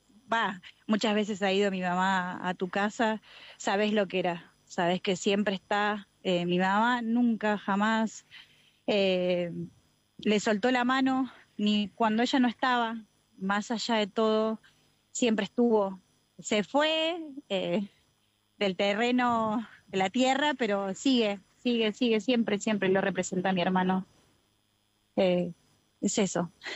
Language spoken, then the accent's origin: Spanish; Paraguay; como hermana, como paraguaya